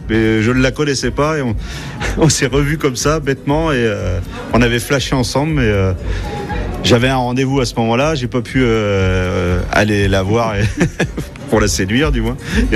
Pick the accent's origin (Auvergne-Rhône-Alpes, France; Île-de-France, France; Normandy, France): Normandy, France; moved away; au départ, je viens de Normandie